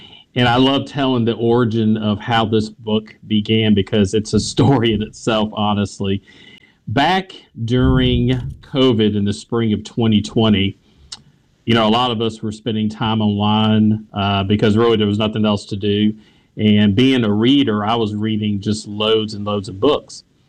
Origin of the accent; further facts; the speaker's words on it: the South, United States; accent: Southern; they, of course, heard my Southern accent. They knew I wasn't from there. They knew I was American.